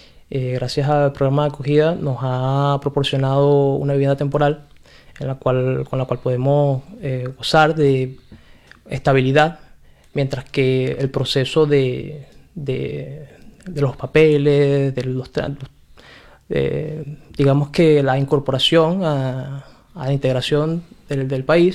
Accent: Venezuela; moved away as an adult; now in Spain; actualmente soy venezolano y actualmente estoy viviendo acá en España con mi familia.

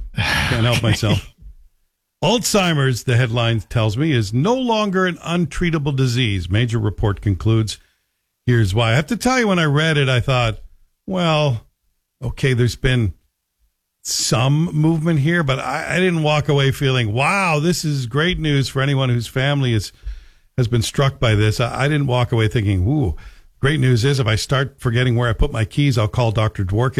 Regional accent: Scotland, United Kingdom; born there; Yeah, I'm from Old Scotia, born in Scotland.

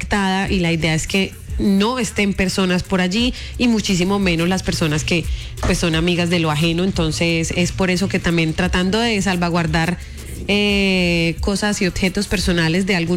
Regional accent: Cali, Valle del Cauca, Colombia; como ciudad, como país, como caleños, como chocuanos, como colombianos

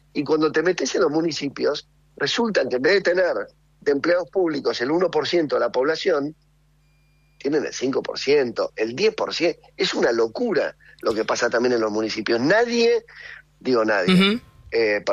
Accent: Argentina

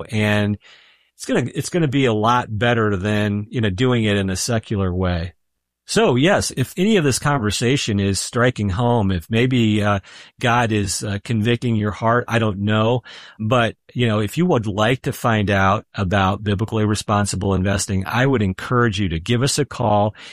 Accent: United States; we do a good job as American Christians

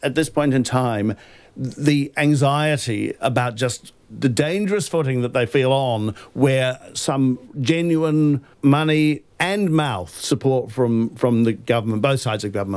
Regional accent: New Zealand; born or raised there

